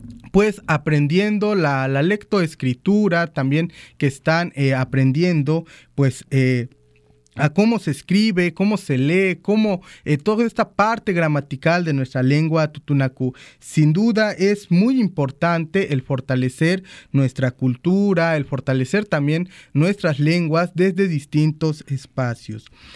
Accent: Coxquihui, Veracruz, Mexico; moved away; Pues un saludo allá a mi tierra, Coxquiwi. Soy perteneciente de una comunidad allá de Coxquiwi

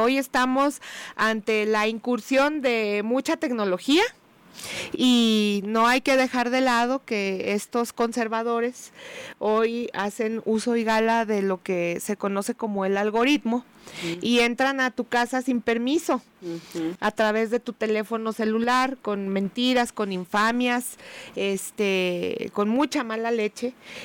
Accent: Mexico

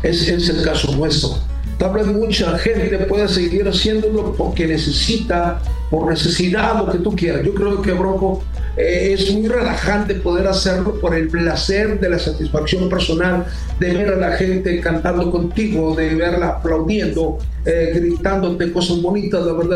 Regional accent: Durango, Mexico; de verdad, contentísimo de regresar a Durango, de estar otra vez acá, mi tierra natal, es, orgullosamente lo digo

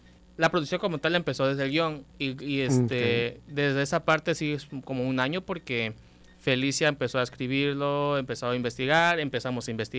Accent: Tabasco, Mexico; somos tabasqueños, pero no somos de Tenosique.

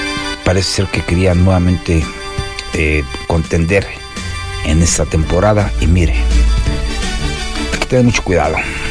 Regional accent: Mexico; desde esta heroica ciudad de Zitácuaro, que es la gran puerta oriente de este bello y gran estado que es Michoacán, nuestro país en México

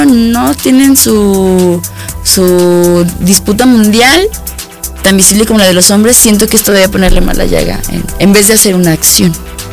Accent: Mexico; tal vez como mexicanos nuestra cultura lo toma como una burla, ¿no?

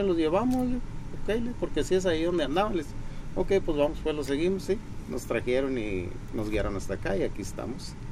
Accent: Melchor Múzquiz, Coahuila, Mexico; moved away; pues soy originario de aquí de Muskies

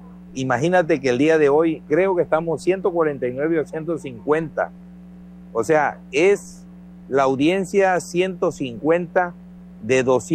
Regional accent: Jonuta, Tabasco, Mexico; Yo llegué de Jonuta, terminé la secundaria y me vine a Villahermosa junto con mi hermano a estudiar la preparatoria.

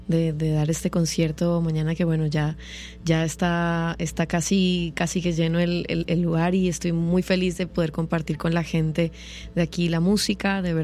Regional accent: Colombia; Y empecé con la conexión de la música de mi tierra, pues de mi país, de Colombia

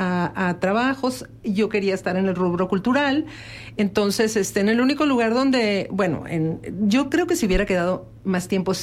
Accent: Mexico; moved away as an adult; also born or lived in Toronto, Canada; now in San Miguel de Allende, Mexico; yo decía, yo soy de México

